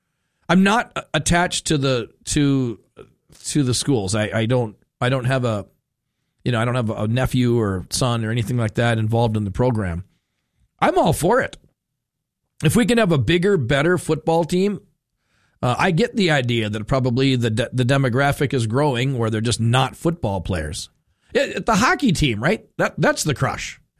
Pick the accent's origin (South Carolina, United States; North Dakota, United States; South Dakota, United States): North Dakota, United States; Fargo; now in St. Cloud, United States; growing up in Fargo